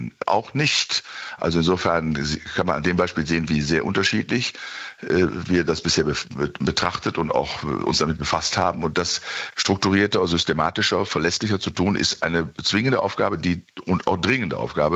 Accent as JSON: {"language": "German", "town": "Bielefeld", "region": "North Rhine-Westphalia", "country": "Germany", "tie": "born or raised there", "said": "in meiner Heimatstadt Bielefeld ist eine vor ja, 3-4 Jahren eine neue Ordnung des Innenstadtbereichs vorgenommen worden"}